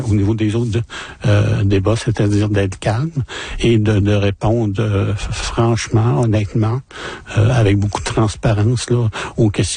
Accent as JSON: {"language": "French", "town": "Roberval", "region": "Quebec", "country": "Canada", "tie": "born there", "said": "moi, je suis né à Roberval"}